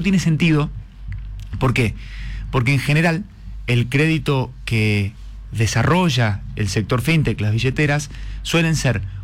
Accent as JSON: {"language": "Spanish", "country": "Argentina", "said": "nosotros como argentinos"}